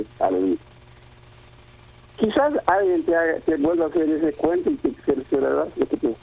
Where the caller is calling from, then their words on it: Motul, Yucatán, Mexico; Bueno, mira, yo vivo en Motul, Yucatán.